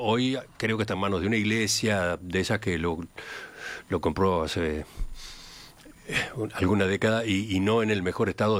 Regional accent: Uruguay; ¿Somos conscientes los uruguayos de la cantidad de obras de ese estilo que hay por todo el país?

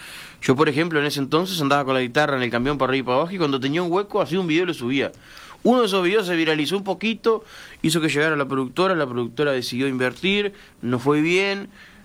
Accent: Mendoza, Florida, Uruguay; soy de Mendoza

